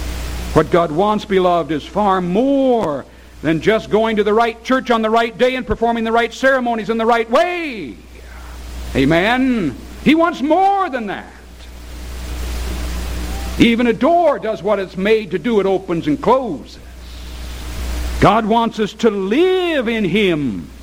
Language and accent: English; United States; I'm an American. I live in America